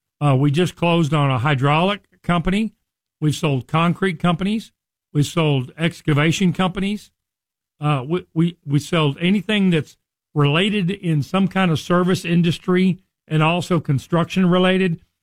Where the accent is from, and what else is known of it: Richardson, Texas, United States; born or raised there